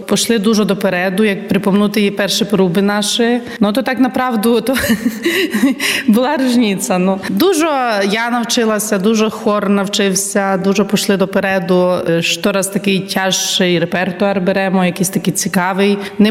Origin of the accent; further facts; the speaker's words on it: Rivne, Rivne Oblast, Ukraine; moved away as an adult; Я сама походжу родом з України, з міста Рувне. Ну і вже тут зараз осінню буде 18 літ, як живу в Лущинці.